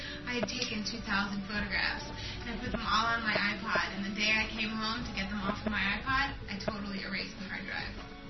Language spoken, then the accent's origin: English; United States; I was raised with a spiritual background, but at the same time, like, I grew up in America.